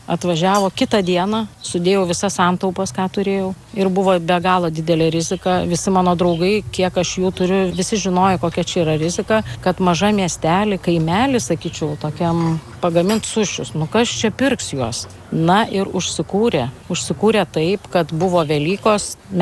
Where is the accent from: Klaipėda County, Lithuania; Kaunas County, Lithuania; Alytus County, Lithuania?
Kaunas County, Lithuania; Kaunas; now in Josvainiai, Lithuania; Šiaip esu pati kaunietė, vyras kilęs iš čia, iš Josvainių